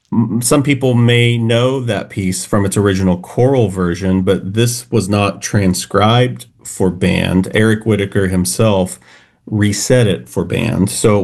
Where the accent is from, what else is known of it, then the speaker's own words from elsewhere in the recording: Sapulpa, Oklahoma, United States; he is from Oklahoma originally and grew up in the same hometown where I grew up in Sepulpa, Oklahoma.